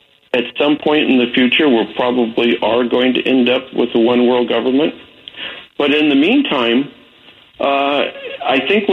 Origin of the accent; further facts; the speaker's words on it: Glendale, California, United States; I remember growing up in Glendale, California in the 1950s